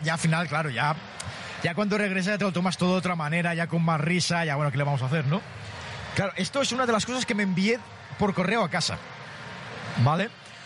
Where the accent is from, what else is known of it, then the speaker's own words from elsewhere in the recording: Tarragona, Catalonia, Spain; yo soy de Tarragona